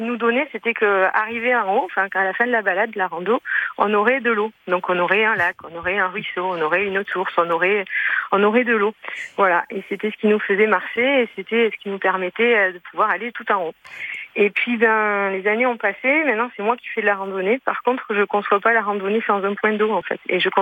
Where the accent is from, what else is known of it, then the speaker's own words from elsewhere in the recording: Landes, Nouvelle-Aquitaine, France; quand j'étais petite, j'habitais dans les Landes, donc une demi-heure de l'océan, donc pas très loin de l'océan